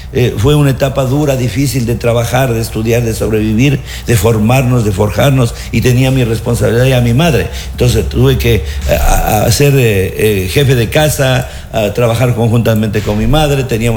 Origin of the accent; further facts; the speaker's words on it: Ecuador; now in Santo Domingo, Ecuador; Yo simplemente vine a buscar un horizonte de trabajo como todo provinciano, como todo ecuatoriano, y llegué a Santo Domingo